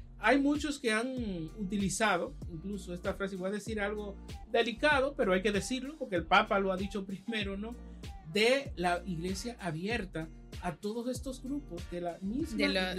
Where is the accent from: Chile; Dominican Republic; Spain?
Dominican Republic